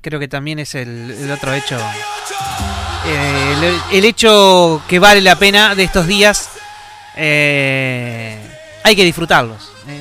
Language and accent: Spanish; Argentina; como ciudadanos argentinos, estamos en una final